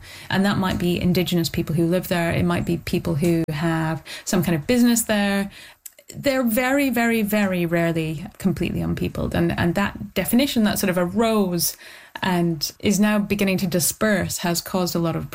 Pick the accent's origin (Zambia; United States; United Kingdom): United Kingdom; Scotland; I grew up in the Highlands of Scotland, I'd say about a mile outside of a village. I'm not sure I would describe it as a wilderness. You know, it was a farming region.